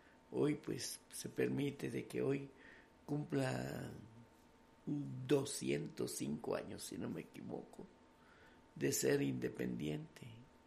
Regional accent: Guatemala; born there; si yo soy guatemalteco debo estar contento porque hoy está cumpliendo años mi país, ¿verdad? Donde yo nací

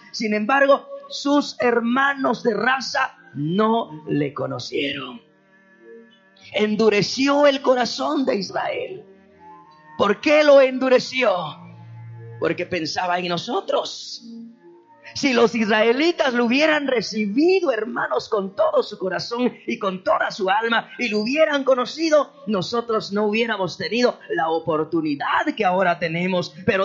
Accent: Guatemala

